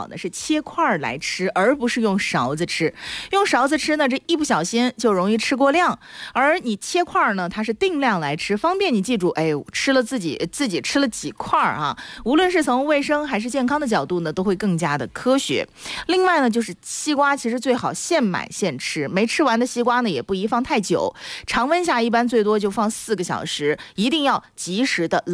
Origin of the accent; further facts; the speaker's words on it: Kaifeng, Henan, China; 我记得以前因为我老家在开封，那么我们的开封沙瓤西瓜特别多，一到夏天家里都摆了一地的西瓜。